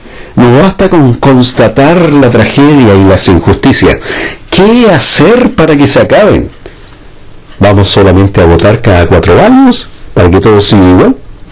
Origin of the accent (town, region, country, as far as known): Argentina